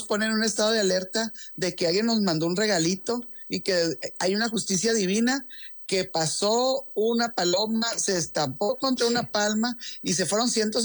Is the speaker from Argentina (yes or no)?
no; Sinaloa, Mexico; que somos nosotros sinaloenses, seguir siendo los guerreros de Sinaloa